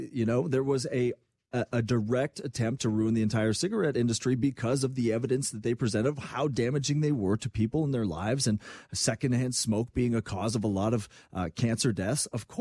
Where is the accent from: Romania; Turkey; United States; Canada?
Canada; Quebec; I mean, I grew up in Quebec. Smoking cigarettes was a thing. I mean, when I was in university, and maybe that was the French Canadian in me or the Quebec in me, I still would smoke when I drank alcohol